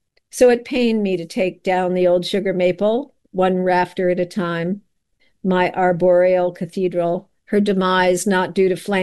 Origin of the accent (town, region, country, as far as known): East Coast, United States; now in Pittsburgh, United States